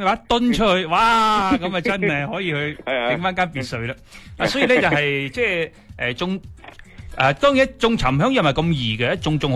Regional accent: Guangdong, China; 但系我哋广东人就唔讲白木香嘅，

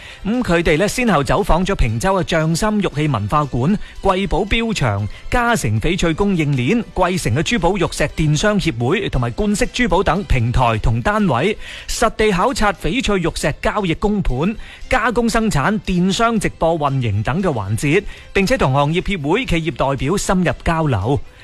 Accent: Guangdong, China; 我哋广东人

